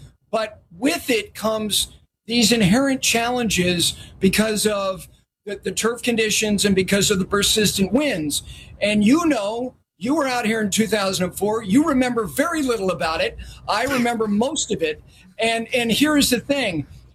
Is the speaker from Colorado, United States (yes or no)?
no; New Jersey, United States; I was lucky enough, Nick, I grew up on the Jersey side of things.